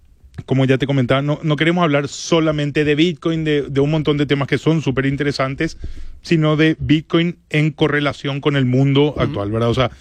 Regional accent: Paraguay; como paraguayo en Paraguay

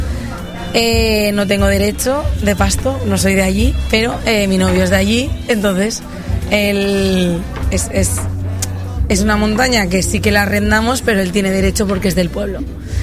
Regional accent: Altorricón, Aragon, Spain; Yo soy de Alto Rincón, pero mi padre es de aquí, de un pueblo de la Ribagorza, entonces tengo como media pierna ahí.

